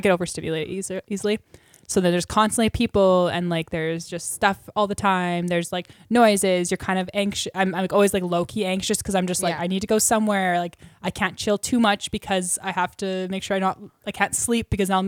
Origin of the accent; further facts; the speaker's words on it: Saskatchewan, Canada; Like a small town Saskatchewan that's like primarily Christian run, but it's like a public school, but kind of Christian.